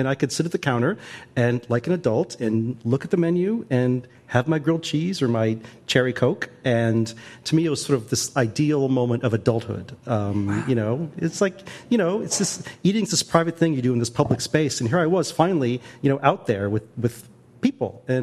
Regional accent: Charleston, West Virginia, United States; You know, I grew up in Charleston, West Virginia, and we lived in the suburbs. And you could run around and play, which we did.

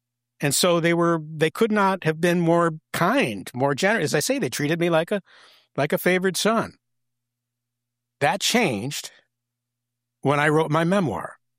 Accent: Gloversville, New York, United States; which took place in fictional towns that were, avatars for my hometown of Gloversville.

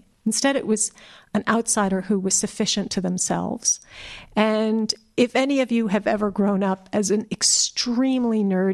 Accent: Kansas, United States; I grew up in Kansas, and my parents are culture vultures.

